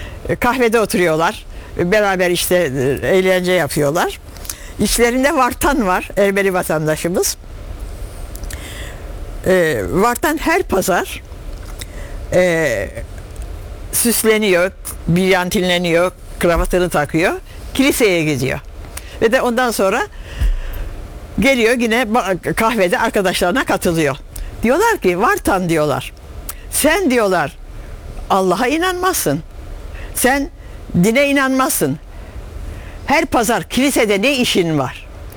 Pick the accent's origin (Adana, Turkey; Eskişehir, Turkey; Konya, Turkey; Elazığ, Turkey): Elazığ, Turkey; Harput; Ben Elazığlıyım, Harputluyuz biz. Oradan bir şey söyleyeyim de.